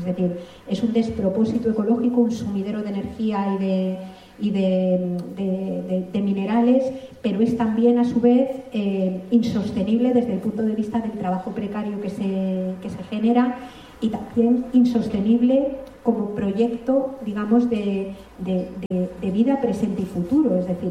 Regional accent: Madrid, Community of Madrid, Spain; yo soy madrileña

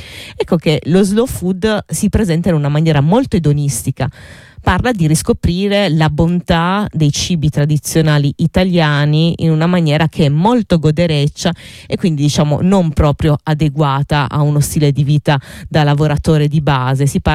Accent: Sardinia, Italy; pur essendo sarda

